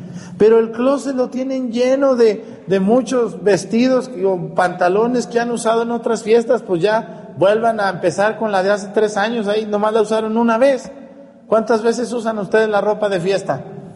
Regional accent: Mexticacán, Jalisco, Mexico; moved away; mi pueblo, allá de donde yo soy, de mi pueblo, Mesticacán.

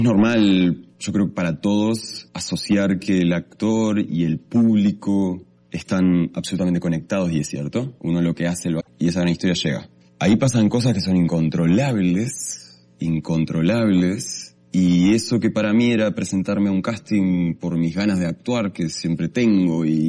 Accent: Uruguay; moved away; Yo vengo de Uruguay, del otro lado del mundo. Y soy actor

